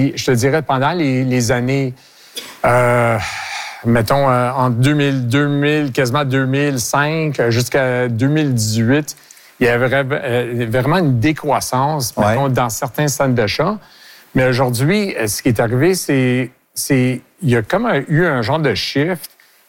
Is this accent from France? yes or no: no; Quebec, Canada; je suis fier québécois. Je suis, mais j'ai été né ici. Mes parents ont été nés ici. Mes grands-parents ont été nés ici. J'ai été éduqué en français.